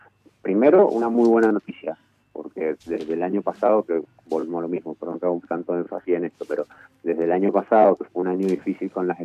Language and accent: Spanish; Argentina; somos todos los argentinos.